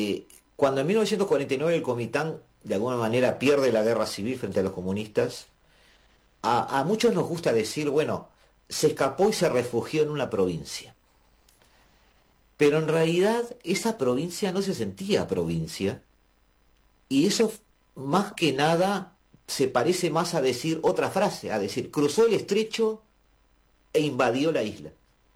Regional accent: Montevideo, Uruguay; acá de Montevideo

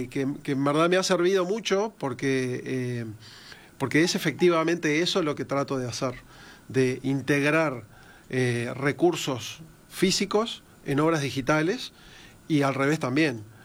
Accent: Uruguay; nosotros como uruguayos tenemos eso de que nuestra identidad está muy relacionado con lo que es las olas migratorias y todos venimos de algunas familias que vienen de otros lados.

